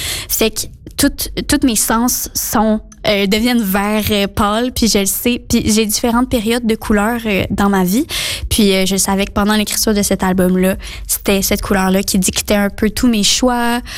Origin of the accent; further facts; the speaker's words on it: Montreal, Quebec, Canada; je viens de Montréal.